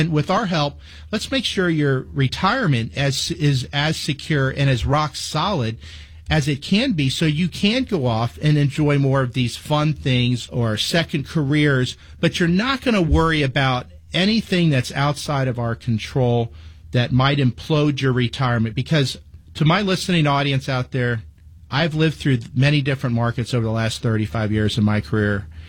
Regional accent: Palm Beach Gardens, Florida, United States; I grew up in Palm Beach Gardens, Florida.

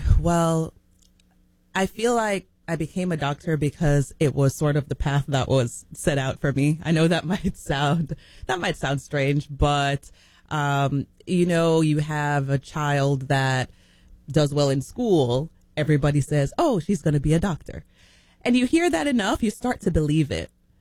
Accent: Jamaica; I am Jamaican.

